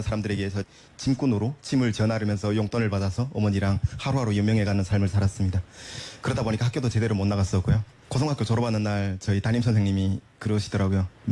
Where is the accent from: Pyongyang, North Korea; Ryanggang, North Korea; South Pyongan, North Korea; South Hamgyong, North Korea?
Ryanggang, North Korea; Hyesan; moved away as an adult; now in South Korea; 저는 양강도 해산시라는 곳에서 평범한 노동자 가정의 외아들로 태어났습니다.